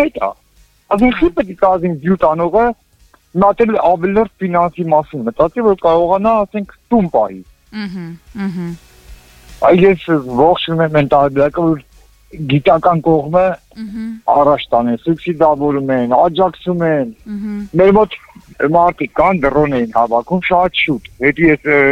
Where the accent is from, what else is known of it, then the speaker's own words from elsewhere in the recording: Armavir, Armavir Province, Armenia; Մեր մոտ Արմավիրի մարզ, այս Արմավիրից եմ, Արմավիրի մարզում մենք ունենք արգելված, մոռացված նավթի հանք